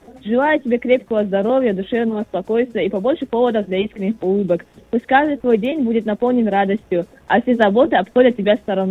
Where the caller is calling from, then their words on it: Khasavyurt District, Dagestan, Russia; я звоню из Хасаютского района.